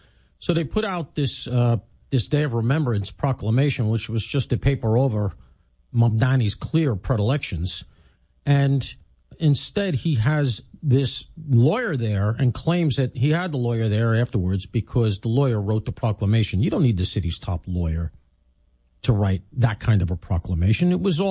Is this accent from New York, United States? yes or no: yes; New York, United States; But as a New Yorker, as somebody who spent a lot of time down there